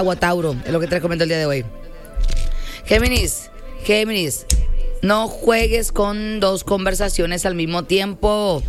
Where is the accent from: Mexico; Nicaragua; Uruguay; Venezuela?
Venezuela; Caracas, Capital District; moved away; la venezolana de Caracas. Pero ahorita vivo aquí en Lindepe.